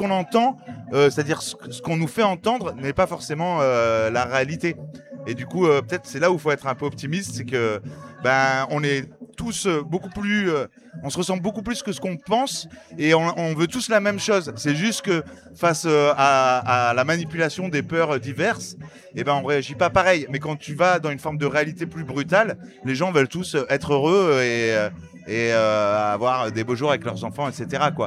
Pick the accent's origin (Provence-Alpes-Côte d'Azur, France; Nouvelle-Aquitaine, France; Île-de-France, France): Provence-Alpes-Côte d'Azur, France; Nice; on n'a pas toute la chance d'être né dans une famille Front National, ce qui est mon cas en tant que bon niçois.